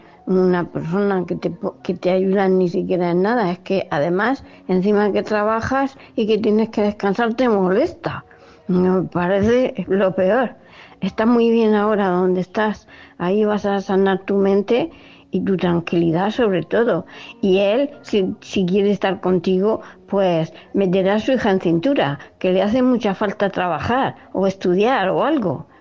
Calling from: Region of Murcia, Spain; de Murcia.

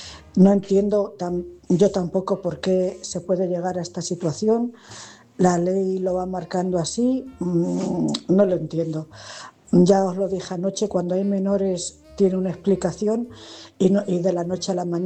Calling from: Cuenca, Castilla-La Mancha, Spain; de Cuenca.

